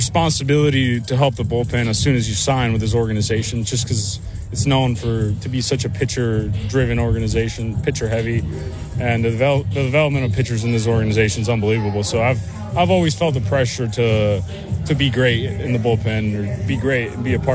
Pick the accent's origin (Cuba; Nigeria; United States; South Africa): Cuba; We're very poor, and we come from Cuba, and we don't have much here.